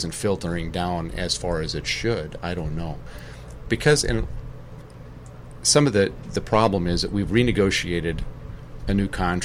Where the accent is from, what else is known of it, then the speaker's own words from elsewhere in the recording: Grand Forks, North Dakota, United States; My hometown is Grand Forks, North Dakota.